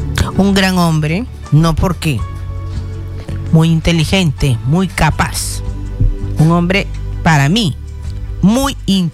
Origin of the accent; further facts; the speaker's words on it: Peru; soy peruana.